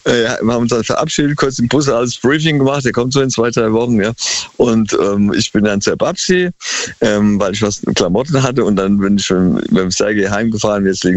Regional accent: Germany; now in Lesbos, Greece; Und wenn du in einem Dorf einen Namen kriegst als Deutscher, dann hast du es schon mal fast gepackt.

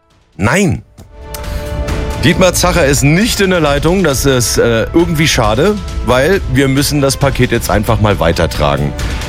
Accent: Bürstadt, Hesse, Germany; zum Beispiel in Bürstadt, das weiß ich noch, weil ich komme ja aus Bürstadt, und da hat er auf der Bühne gestanden mit seinen Jungs.

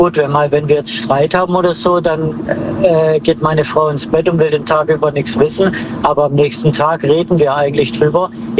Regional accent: Baden-Württemberg, Germany; Aus dem Schwarzwald.

